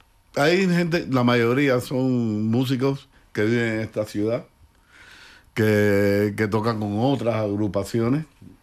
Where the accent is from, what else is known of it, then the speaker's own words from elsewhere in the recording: Cuba; now in Spain; el resto somos cubanos que vivimos aquí